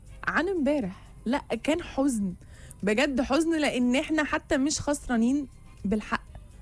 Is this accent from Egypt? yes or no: yes; Egypt; واحنا كلنا بصراحه فخورين ان احنا مصريين